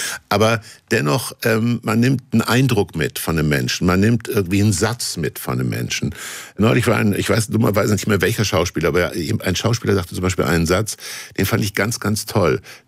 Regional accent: Kassel, Hesse, Germany; das habe ich schon als Kind in Kassel gemacht, bin ich mit der Straßenbahn oder mit meinem Mofa in die Stadtteile gefahren, in denen ich nicht gewohnt habe

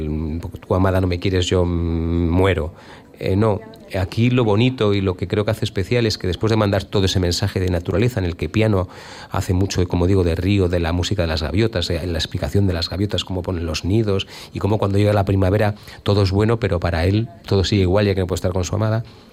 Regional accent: Bilbao, Basque Country, Spain; o sea que yo, como bilbaíno y vinculado al ciclo de Lid de la Arriaga, pues me parece un acierto grandísimo.

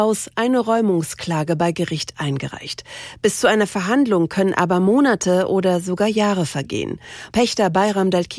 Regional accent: Cologne, North Rhine-Westphalia, Germany; Ich als Kölnerin

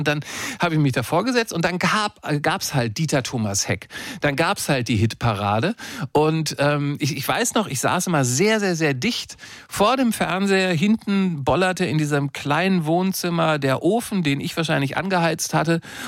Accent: Lower Saxony, Germany; born there; Ich bin in Niedersachsen geboren worden, Ende der 60er Jahre, meine Eltern hatten kein Geld

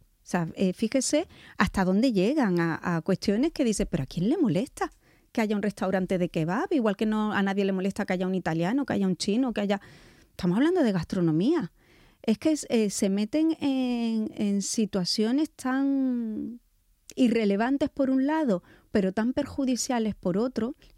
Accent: Melilla, Spain; born there; Melilla es una tierra amazigh. Y aquí somos muchos los que tenemos generaciones nacidas en esta tierra.

